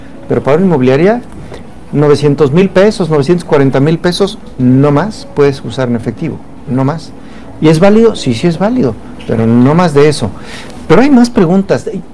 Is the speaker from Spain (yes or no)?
no; Mexico; Decimos nosotros como mexicanos, el Poder Legislativo, diputados, senadores.